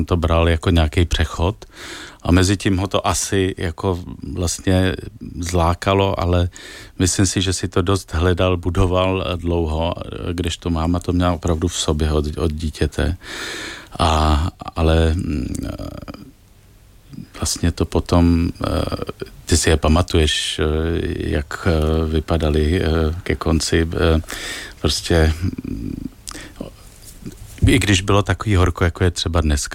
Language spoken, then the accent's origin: Czech; Prague, Czechia; Já jsem vyrůstal na Smíchově, kde to jsem musel každý obden, jsme tam měli nějakou bitku už od školky